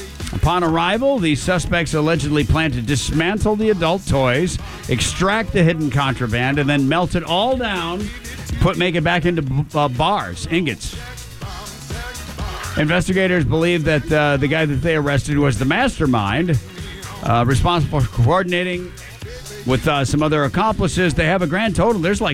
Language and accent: English; Netherlands; Do you like smelting? Yes, I'm from the Netherlands.